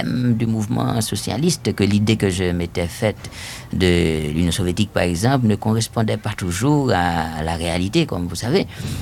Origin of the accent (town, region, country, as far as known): Haiti; born or raised there